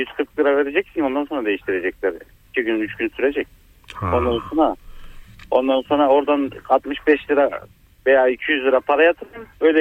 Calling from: Istanbul, Turkey; Esenler'den arıyorum İstanbul'dan.

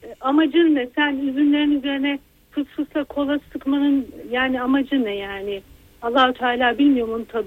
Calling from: Sakarya, Turkey; Ben Sakarya'dan arıyorum.

